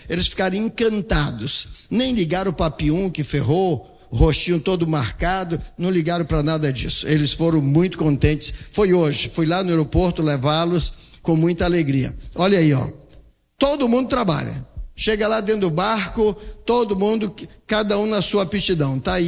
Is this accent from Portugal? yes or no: no; Brazil; nós nascemos no Brasil, uma nação abençoada por Deus